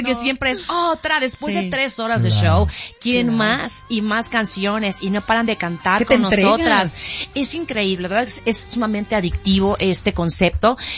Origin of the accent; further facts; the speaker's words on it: Veracruz, Mexico; Como buena jarocha, yo quiero picantito.